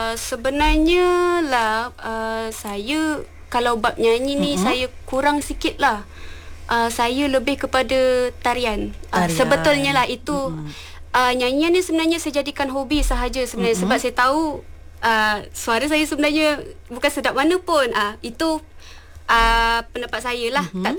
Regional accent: Perak, Malaysia; also born or lived in Bidor; Saya asal daripada Jalan Pahang sebenarnya.

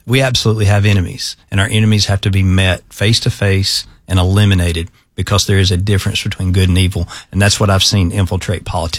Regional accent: Fayetteville, Tennessee, United States; born and raised in Fayetteville, Lincoln County, Tennessee. We live on a small farm there

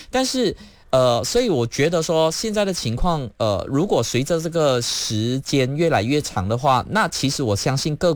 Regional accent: Malaysia; 所以我常讲，我们马来西亚人真的相对幸福

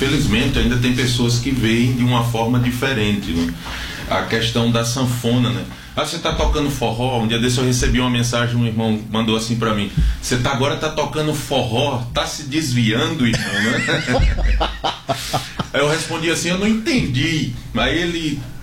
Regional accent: Belém, Paraíba, Brazil; Eu sou nordestino, sou paraibano, sou de Belém, a terra, casa de pai, terra de paz, casa do pão, não é?

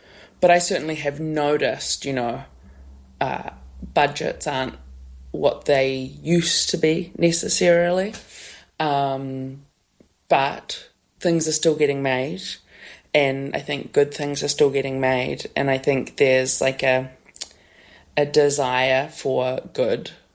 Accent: New Zealand; maybe through my nature of being a New Zealander or something

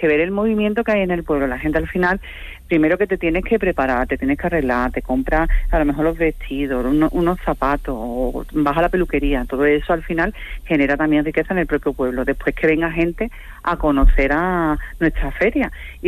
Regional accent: Bollullos, Andalusia, Spain

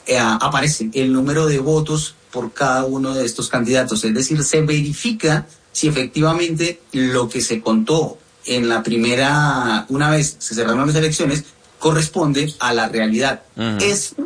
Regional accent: Colombia; la percepción que tiene uno como colombiano

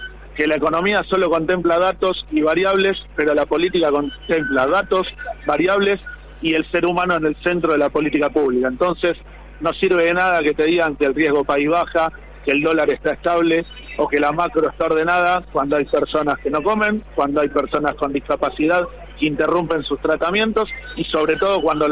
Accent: Argentina

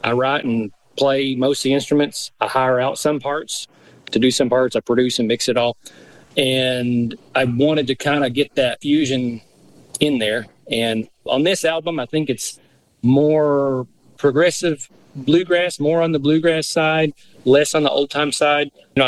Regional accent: Rockcastle County, Kentucky, United States; moved away as an adult; also born or lived in New Zealand; now in Northern California, United States; So, born and raised in East Kentucky, I grew up in Rockcastle County. And if you know that area, that's actually where Renfro Valley is. Mm-hmm. They used to call it the country music capital of Kentucky.

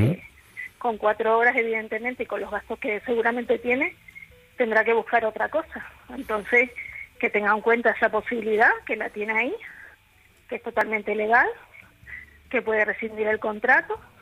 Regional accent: Canary Islands, Spain; Soy de Canarias.

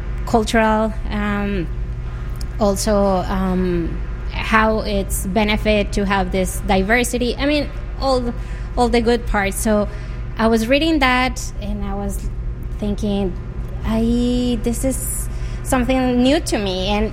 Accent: Mexico; moved away as an adult; now in Grand Rapids, United States; I'm from Mexico, and we're there. Edible insects are part of our culture, and so when we moved here around 4-5 years ago

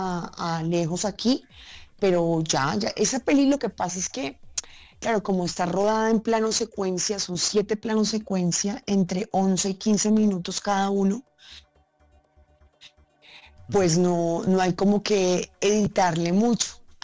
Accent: Medellín, Antioquia, Colombia; En mi tierra, Medellín

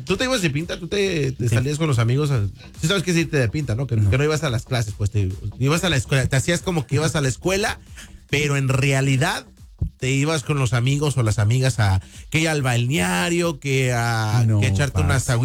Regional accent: Mexico; Honestamente, hablando por como por de mí, que soy mexicano.

